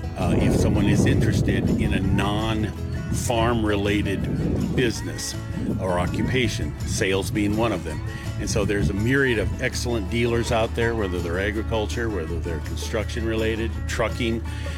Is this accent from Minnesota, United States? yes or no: no; Iowa, United States; now in Omaha, United States; And just the fact that we're in Yankton today, and it's a smaller community where I come from, growing up in Northwest Iowa, but currently live in Omaha